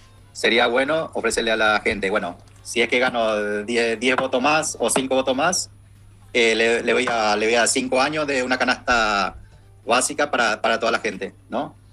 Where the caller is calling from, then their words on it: Buenos Aires, Argentina; de Buenos Aires.